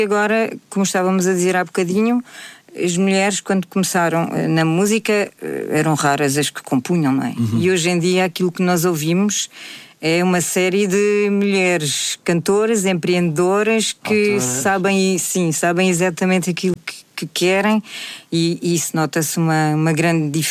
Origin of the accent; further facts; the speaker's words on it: France; muitas pessoas me diziam: português é muito difícil de cantar. Logo eu, que vim de França, não é? E que de repente pego na língua portuguesa